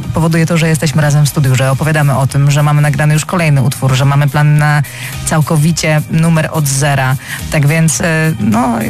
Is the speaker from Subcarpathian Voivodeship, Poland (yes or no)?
no; Opole, Opole Voivodeship, Poland; Ja mówię, ale jestem z Opola. A Ania mówi, ale ja też jestem z Opola. Ja mówię, no to gdzie? No ja mieszkam na Koszyku. Ja mówię, a ja na Przeszkowskie.